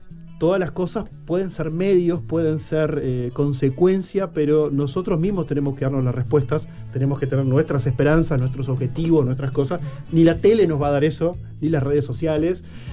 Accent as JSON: {"language": "Spanish", "region": "Artigas", "country": "Uruguay", "tie": "born or raised there", "said": "Soy de la frontera, soy de Artigas."}